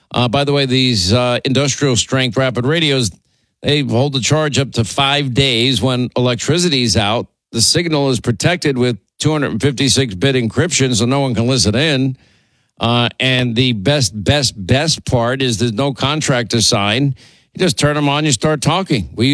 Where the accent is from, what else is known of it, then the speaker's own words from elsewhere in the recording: New York, United States; accent: New York; thick my New York accent was until I was in Huntsville, Alabama.